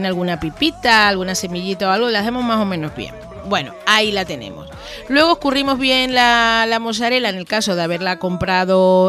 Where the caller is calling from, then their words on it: Tegueste, Canary Islands, Spain; de Las Toscas, de Tegueste.